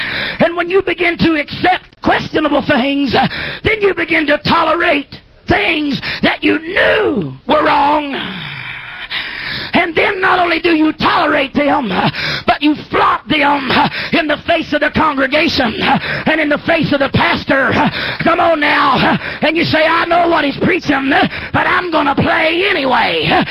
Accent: Oklahoma, United States; back home, Oklahoma

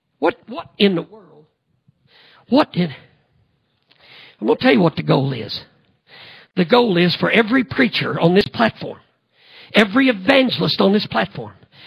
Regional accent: Illinois, United States; they must have found out I was from Illinois.

